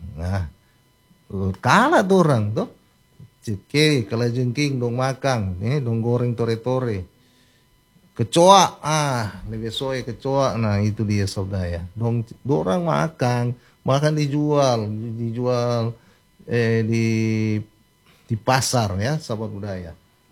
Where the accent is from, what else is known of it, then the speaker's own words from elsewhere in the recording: North Sulawesi, Indonesia; Tapi kalau kita orang Minahasa ya, pasti itu dimakan.